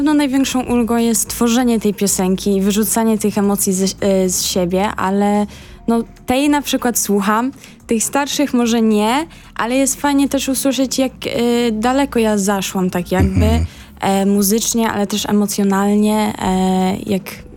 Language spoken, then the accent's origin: Polish; England, United Kingdom; urodziłam się i wychowałam się i to ostatnie 18 lat byłam w Anglii.